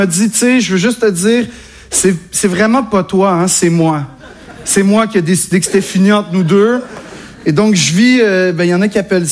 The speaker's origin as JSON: {"language": "French", "region": "Quebec", "country": "Canada", "accent": "Quebec", "moved": "yes", "lives_now": "Paris, France"}